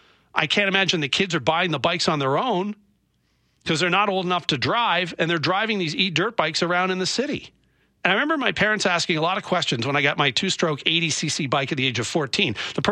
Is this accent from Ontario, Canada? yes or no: no; Nova Scotia, Canada; It looks like a motorized dirt bike that I grew up on in Nova Scotia, but more narrow, less bulky.